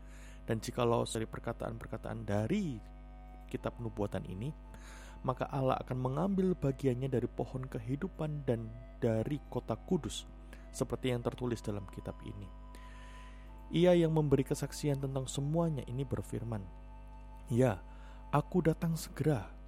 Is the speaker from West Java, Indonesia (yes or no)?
no; Malang, East Java, Indonesia; born there; Sekali setahun beliau akan datang dari Jakarta ke Malang sekitar 2-3 bulanan.